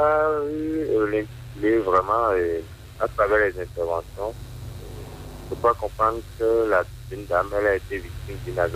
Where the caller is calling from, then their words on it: Pau, Nouvelle-Aquitaine, France; Je vous appelle de Pau.